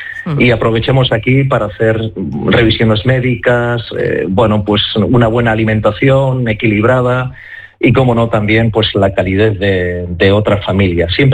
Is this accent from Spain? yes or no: yes; Basque Country, Spain; decir que vienes del País Vasco abre muchas puertas